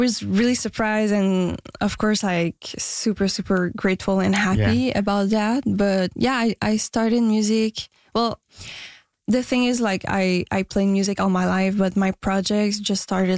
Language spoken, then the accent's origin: English; Quebec City, Quebec, Canada; first language French; English is a second language; moved away as an adult; now in Montreal, Canada; I grew up in Quebec City